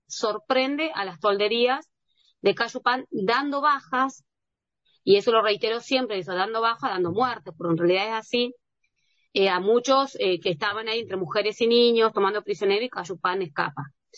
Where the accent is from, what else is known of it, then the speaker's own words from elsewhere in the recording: Valcheta, Río Negro, Argentina; a mí me pasa que mi familia, toda mi familia está en Balcheta. Balcheta es mi tierra, mi lugar, porque mi familia es de la meseta Somuncurá.